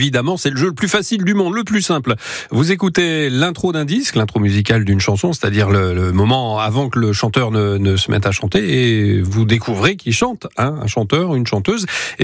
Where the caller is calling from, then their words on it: Auvers, France; à Auvers.